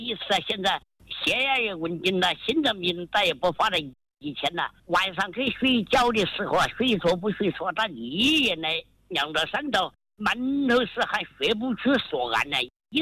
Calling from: Tianmen, Hubei, China; 我是天门市福子山的。

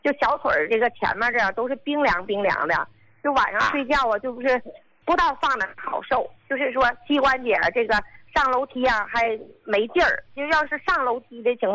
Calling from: Qinhuangdao, Hebei, China; 我是秦皇岛的，

